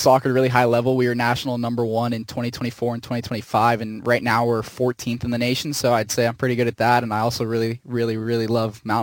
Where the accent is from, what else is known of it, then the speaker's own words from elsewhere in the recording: Miami, Florida, United States; I'm from Miami, born and raised, and my dad worked at Homestead Miami Speedway for 30 years or something crazy like that. So honestly, before I even started racing, I just grew up there.